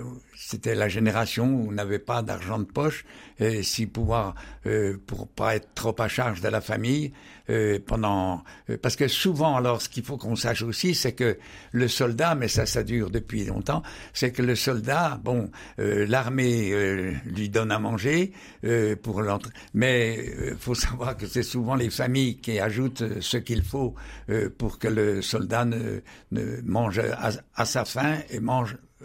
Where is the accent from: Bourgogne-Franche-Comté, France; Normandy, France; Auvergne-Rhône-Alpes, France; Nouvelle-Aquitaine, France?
Bourgogne-Franche-Comté, France; Dampierre; je suis né à Dampierre, dans le Jura